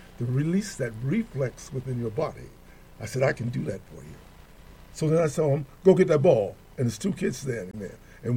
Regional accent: New York City, New York, United States; when I was a young kid growing up in Harlem with all that Harlem had

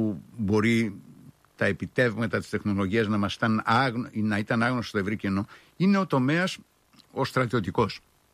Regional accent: Ierapetra, Crete, Greece; Η δεύτερη ήταν οι αντιδράσεις κάτω στην ιδιαίτερη πατρίδα μου, ή μάλλον ένα από τους ιδιαίτερους τόπους της Κρήτης, μεγάλος από την Ιερά Πέτρα

